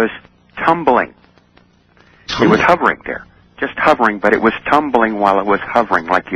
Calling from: Campbell, California, United States; from Campbell, California.

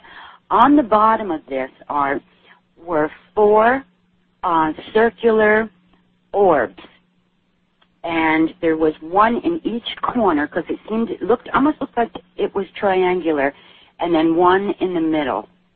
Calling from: Arizona, United States; I'm calling you from the western part of Arizona.

